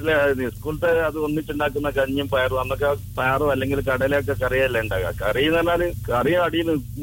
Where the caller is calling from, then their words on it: Vennakkode, Kerala, India; Vennakode.